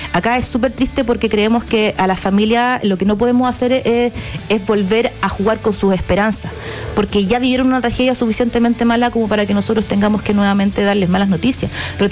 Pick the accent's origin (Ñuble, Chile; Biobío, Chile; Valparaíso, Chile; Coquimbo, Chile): Valparaíso, Chile; yo soy de Valparaíso